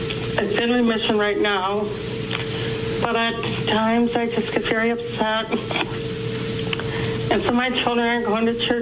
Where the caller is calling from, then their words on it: Wheaton, Illinois, United States; Wheaton, Illinois.